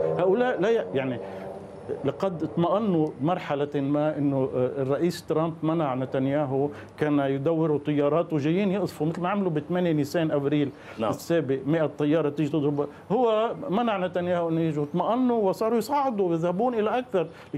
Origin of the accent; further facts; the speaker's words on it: Lebanon; نحن كلبنانيين يجب أن نرفض ذلك